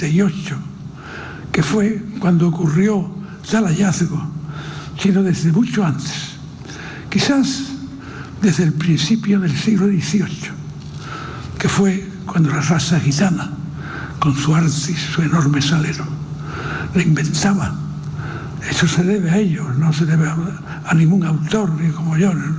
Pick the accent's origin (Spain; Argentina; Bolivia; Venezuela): Spain; Jerez de la Frontera, Andalusia; moved away; No, Jerez, no vivo en Jerez, pero vivo en Jerez.